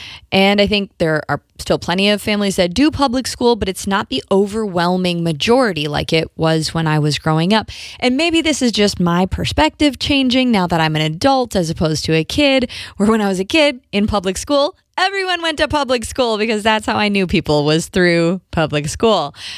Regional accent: Midwest, United States; moved away as an adult; now in Florida, United States; I grew up in the Midwest, and now our home base is here in Florida.

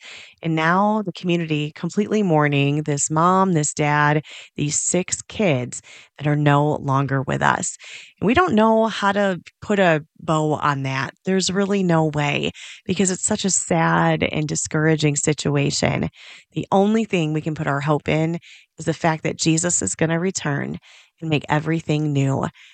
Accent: Michigan, United States; actually grew up in my hometown in Michigan

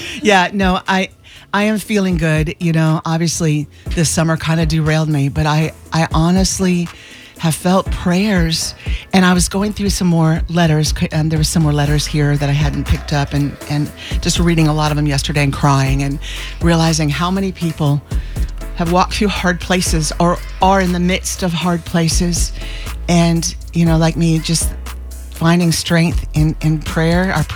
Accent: St. Petersburg, Florida, United States; Teresa from my hometown, St. Petersburg.

